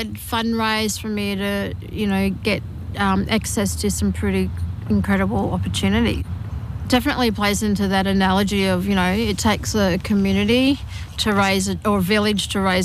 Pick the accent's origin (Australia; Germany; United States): Australia; Mackay, Queensland; e early days growing up in Mackay, and then I went to, we moved around us around Queensland to outback regions and smaller towns.